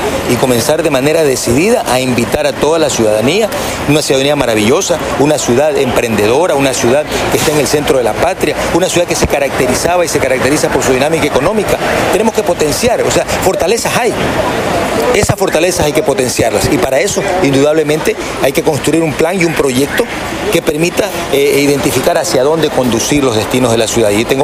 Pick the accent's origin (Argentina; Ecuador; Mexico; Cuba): Ecuador; Quevedo, Los Ríos; Y nosotros somos de Quevedo, pero aparte de eso, vivimos en una ciudad maravillosa, en una ciudad que es un polo de desarrollo.